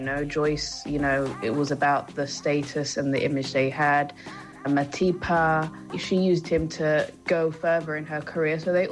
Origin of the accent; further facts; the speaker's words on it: London, United Kingdom; I'm from London.